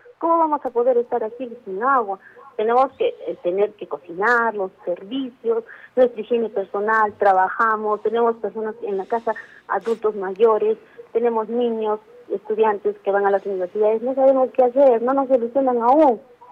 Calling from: Arequipa, Peru; Soy una pobladora de Mariano Melgar, sí, específicamente del pueblo joven Santo Domingo.

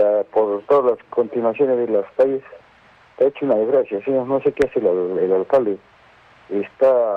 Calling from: Arequipa, Peru; Soy poblador de Mariano

